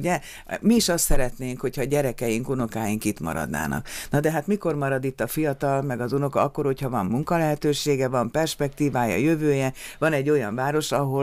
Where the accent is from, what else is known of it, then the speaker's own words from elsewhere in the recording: Miskolc, Borsod-Abaúj-Zemplén, Hungary; mert én is miskolci vagyok, itt születtem, én megéltem azt az időszakot, amikor Miskolc a második legnagyobb városa volt az országnak